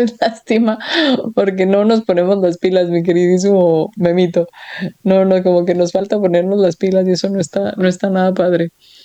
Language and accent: Spanish; Mexico; andan de chapulines decimos en México